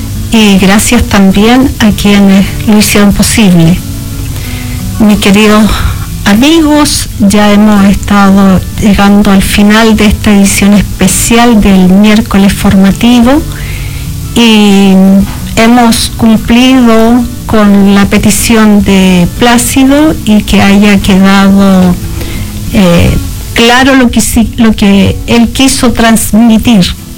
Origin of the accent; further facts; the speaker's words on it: Osorno, Los Lagos, Chile; Yo soy de Osorno, sí, he tenido experiencias en el campo